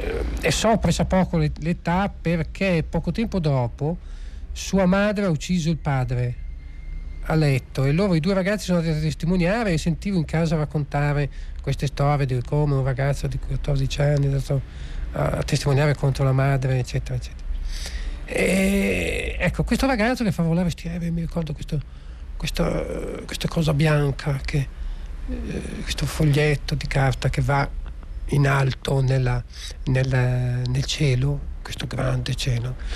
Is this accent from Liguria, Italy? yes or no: yes; Genoa, Liguria, Italy; born there; Io sono nato a Genova, ma da padre di Cagliari.